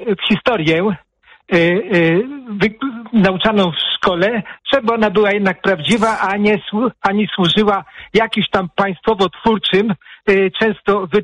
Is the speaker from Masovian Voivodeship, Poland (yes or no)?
yes; Płock, Masovian Voivodeship, Poland; Ja panu powiem, ja jestem z Płocka, w Płocku, wie pan, jest taki wielki zakład